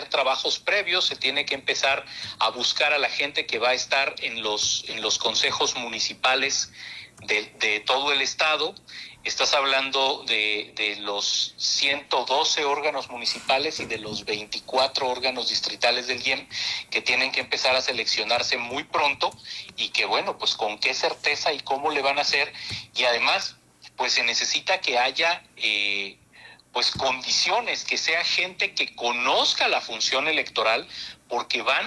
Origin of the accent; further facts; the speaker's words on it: Mexico; al igual que todos los mexicanos, estoy muy ilusionado de que podamos tener un mundial histórico.